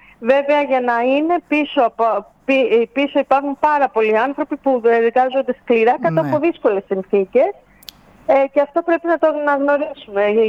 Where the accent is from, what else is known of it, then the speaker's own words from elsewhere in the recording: Leipsoi, South Aegean, Greece; αγαπώ τον τόπο μου